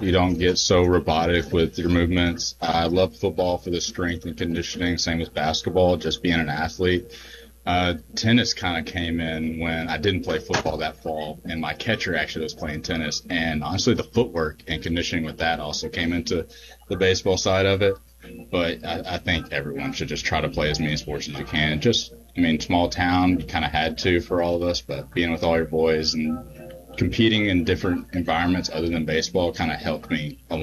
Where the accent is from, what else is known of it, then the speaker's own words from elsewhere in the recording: Rusk, Texas, United States; moved away as an adult; it's my hometown.